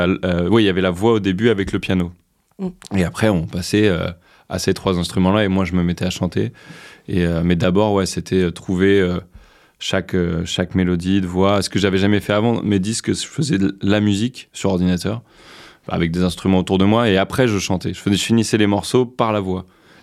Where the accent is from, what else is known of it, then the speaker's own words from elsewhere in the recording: Normandy, France; moved away; je vais essayer de faire retourner un peu là où j'ai grandi dans l'Orne.